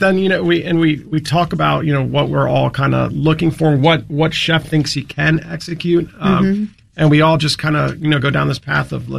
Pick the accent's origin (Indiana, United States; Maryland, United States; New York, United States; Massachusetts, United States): Maryland, United States; Montgomery County; we were born and raised in Montgomery County.